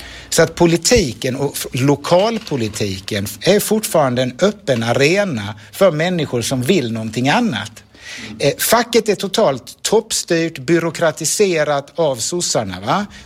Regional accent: Sweden; now in Malmö, Sweden; vi svenskar är så mesiga

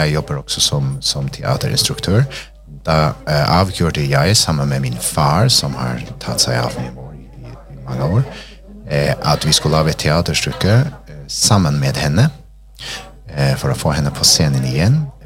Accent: Faroe Islands; Jag kommer från Färöarna.

